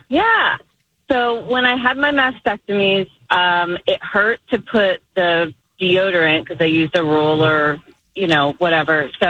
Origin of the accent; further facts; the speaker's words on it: Pennsylvania, United States; I grew up in Pennsylvania